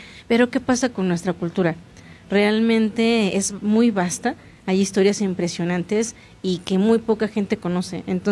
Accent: Tlaxcala, Mexico; entonces yo soy de Tlaxcala, pongo la radio local

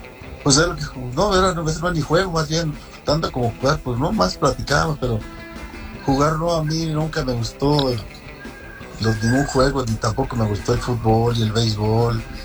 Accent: Mexico; allá donde yo nací, en Santa Anita

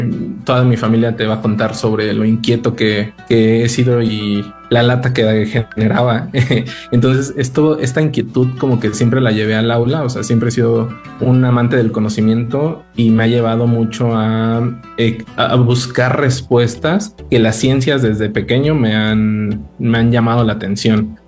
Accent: Pachuca, Hidalgo, Mexico; Yo soy originario de aquí de Pachuca de Soto, nacido, criado, ya 30 años por acá, aunque pues ya con esta experiencia de la vida, pues ya me ha tocado vivir en varias partes del país, pero pues nada como los fríos de por acá.

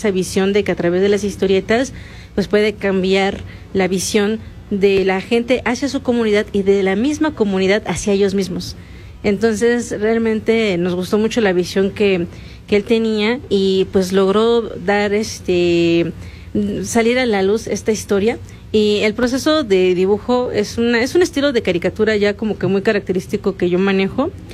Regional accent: Tlaxcala, Mexico; en este caso pues venimos de Tlaxcala, entonces bueno, Tlaxcala tiene una gran historia

